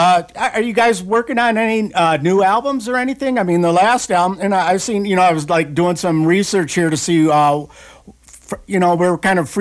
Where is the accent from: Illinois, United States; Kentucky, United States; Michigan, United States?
Michigan, United States; moved away as an adult; now in Colorado, United States; I grew up in Michigan and I loved to ski, so as soon as I got done with college, I headed out here to Colorado and haven't looked back.